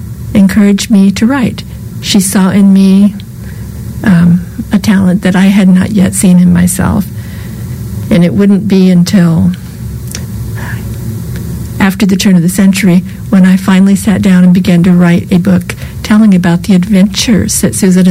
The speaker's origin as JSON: {"language": "English", "town": "Fresno", "region": "California", "country": "United States", "tie": "born or raised there", "said": "Well, I grew up mostly in Fresno."}